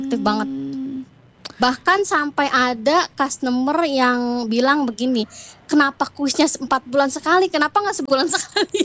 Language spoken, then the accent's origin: Indonesian; Jakarta, Indonesia; Aku Jakarta.